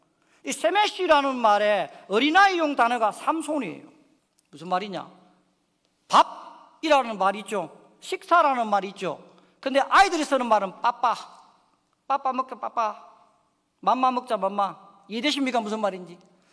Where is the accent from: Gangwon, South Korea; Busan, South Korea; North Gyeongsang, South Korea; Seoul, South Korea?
North Gyeongsang, South Korea; Yeongcheon; 제가 영천 사람인데